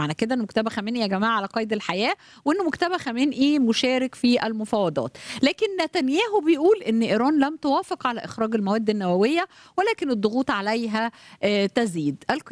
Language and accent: Arabic; Egypt; عندنا في مصر